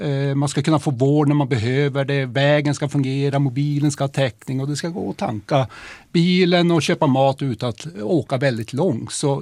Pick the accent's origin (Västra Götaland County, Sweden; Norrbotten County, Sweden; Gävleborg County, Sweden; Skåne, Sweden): Norrbotten County, Sweden; jag är ju inte från någon av de stora städerna i Sverige, varken Stockholm, Malmö eller Göteborg, utan jag är ju från Norrbotten, uppvuxen i Norrbotten, bosatt i Norrbotten och lever ju där.